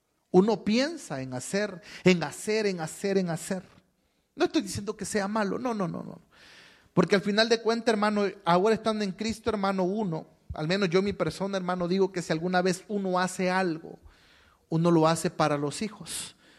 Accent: San Salvador, El Salvador; now in Santa Ana, El Salvador; antes yo era de San Salvador, hermano. Digo era porque hoy, hermano, estoy capturado aquí. En Santana. Hoy soy residente de Santana.

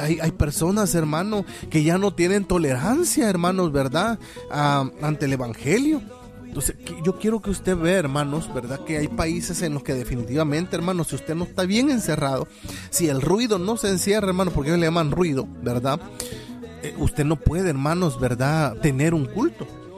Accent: El Salvador

